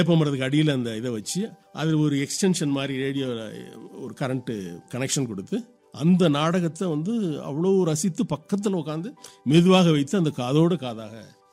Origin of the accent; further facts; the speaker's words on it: Tiruchirappalli, Tamil Nadu, India; நான் வந்து திருச்சி தான் எனக்கு சொந்த ஊர்.